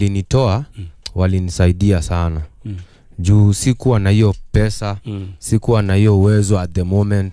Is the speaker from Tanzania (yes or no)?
no; Mwatate, Taita-Taveta County, Kenya; Kwetu ni huko Taita.